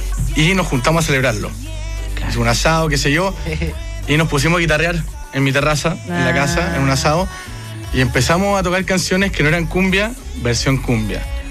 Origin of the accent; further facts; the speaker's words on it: Viña del Mar, Valparaíso, Chile; No, somos de Viña.